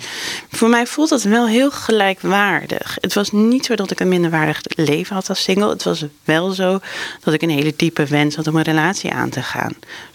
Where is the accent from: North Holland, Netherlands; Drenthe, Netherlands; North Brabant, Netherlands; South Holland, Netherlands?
North Holland, Netherlands; Amsterdam; now in Zwolle, Netherlands; Maar ik kom uit Amsterdam en daar is het ook heel leuk.